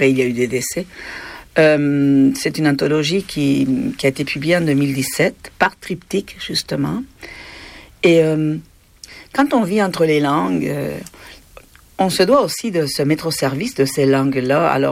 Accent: Argentina; first language Spanish; French is a second language; moved away as an adult; now in Quebec, Canada; Il se passe des choses atroces dans mon pays d'origine que je n'ai jamais renié par ailleurs. Même si j'adore le Québec et que j'ai fondé une famille au Québec, j'ai jamais renié de mes origines.

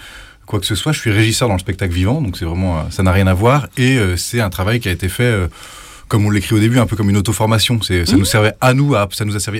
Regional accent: Lorient, Brittany, France; Moi, je suis de Lorient, je vis à Lorient.

